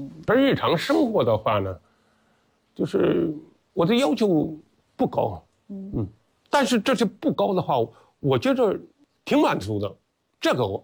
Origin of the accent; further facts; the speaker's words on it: Henan, China; 哎，所以我们河南人的话呢，除了幽默，其实心胸也特别的宽广，一般的话呢，都不爱占人便宜。